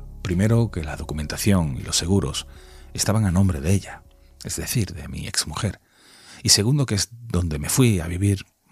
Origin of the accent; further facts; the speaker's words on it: Seville, Andalusia, Spain; now in Zaragoza, Spain; Decir que soy sevillano, afincado en Zaragoza desde el 2000 más o menos, y puse raíces en esa ciudad.